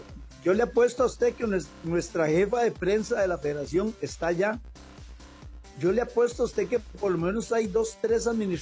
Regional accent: Costa Rica; ¿Nos iban a dejar pasar así nomás que así porque somos ticos?

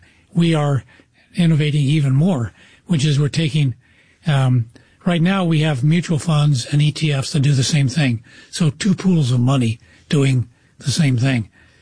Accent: Lawrence, Kansas, United States; first off, Lawrence, Kansas, where the University of Kansas is my hometown.

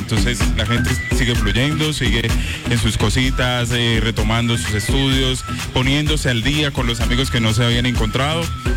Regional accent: Cali, Valle del Cauca, Colombia; como caleños y vallunos avanzar hacia adelante.

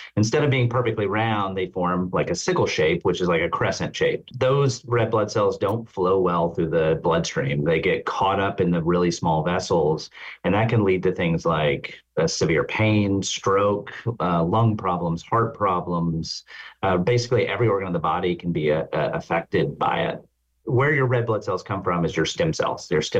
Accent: Arkansas, United States; So I grew up very rural in the Ozark Mountains of Arkansas.

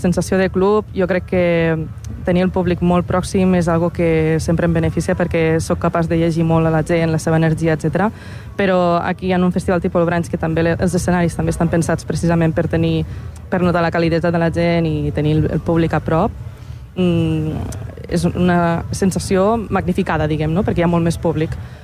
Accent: L'Ametlla de Mar, Catalonia, Spain; now in Barcelona, Spain; Jo soc de l'Ametlla de Mar.

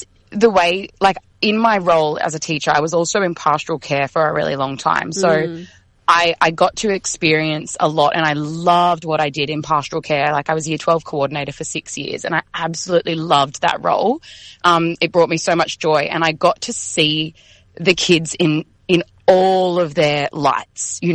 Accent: Gold Coast, Queensland, Australia; I'm from the Gold Coast, and yes, there's an Italian community here, and I love finding other Italians in my local community.

